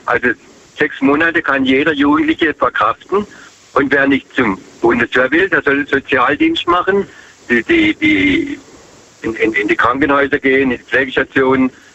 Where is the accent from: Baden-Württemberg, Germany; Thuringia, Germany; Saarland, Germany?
Baden-Württemberg, Germany; Herbolzheim; Herbolzheim.